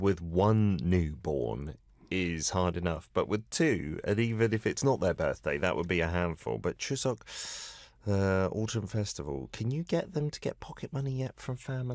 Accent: United Kingdom; When people would say baseball to me as a Brit, I would definitely think 100%, oh, that's very American

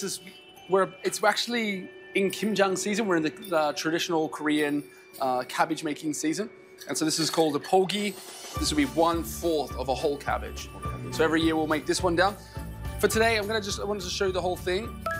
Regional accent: Australia; I come from Australia, and in Australia, we're quite a young country.

